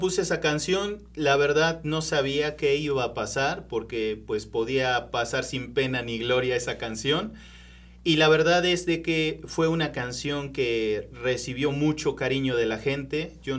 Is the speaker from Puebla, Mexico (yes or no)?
yes; Santa María Xixitla, Puebla, Mexico; yo sí soy oriundo de Santa María Xixitla